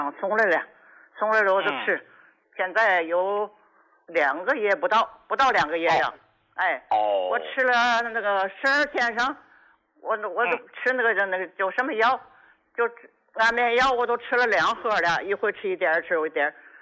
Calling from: Qinhuangdao, Hebei, China; 我是秦皇岛的。

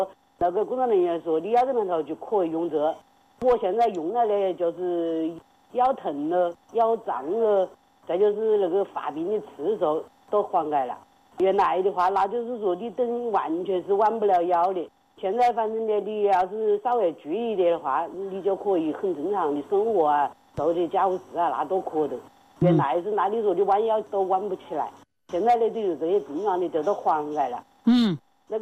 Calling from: Wuhan, Hubei, China; 我武汉的。

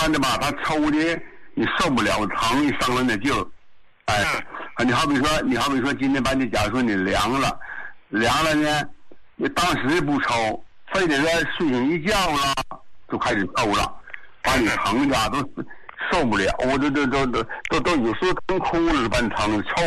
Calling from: Qinhuangdao, Hebei, China; 我是那个秦皇岛的。

